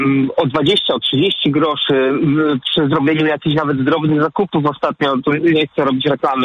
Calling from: England, United Kingdom; ja akurat w tym momencie dzwonię z Anglii, jestem kierowcą zawodowym

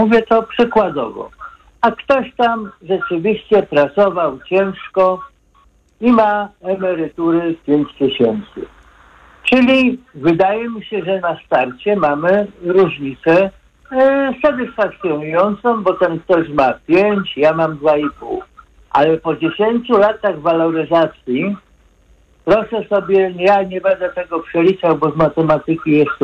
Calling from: Katowice, Silesian Voivodeship, Poland; Ponieważ jestem z Katowic

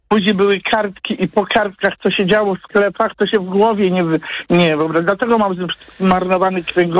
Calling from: Toruń, Kuyavian-Pomeranian Voivodeship, Poland; Ja dzwonię z Torunia i mam 70 lat.

